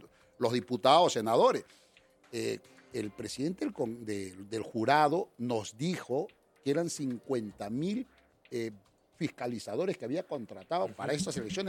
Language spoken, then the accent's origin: Spanish; Nazca, Ica, Peru; moved away as an adult; Yo tengo 55 años, yo soy de Nazca, de Ica. Llegué a Lima con muchas ilusiones el 3 de enero del año 1989.